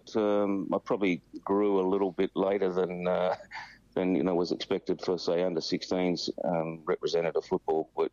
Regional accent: Perth, Western Australia, Australia; I was brought up in Hilton Park. My back fence, or our back fence, was Brad Hardy's side fence.

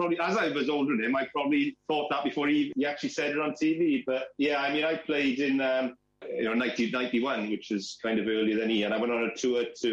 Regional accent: Wales, United Kingdom; quite a lot of Welsh people there, because me and Matthew from Glamorgan were on that tour in 94.

